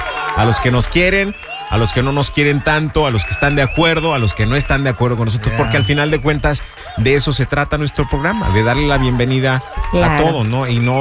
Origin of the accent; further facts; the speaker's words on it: Mexico; now in United States; somos hermanos, mexicanos y colombianos, somos hermanos